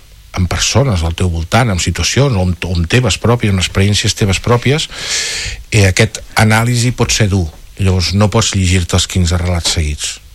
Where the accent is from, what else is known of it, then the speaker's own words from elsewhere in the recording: Figueres, Catalonia, Spain; jo sóc de Figueres